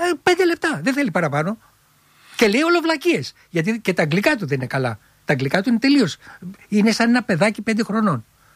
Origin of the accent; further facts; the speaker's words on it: Filothei, Attica, Greece; γεννήθηκα στη Φιλοθέη. Γέννημα θρέμα. Γέννημα θρέμα, Φιλοθέη.